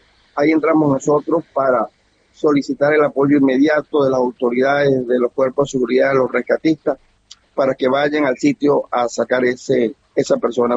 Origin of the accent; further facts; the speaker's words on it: La Guaira, Venezuela; soy residente del estado de La Guaira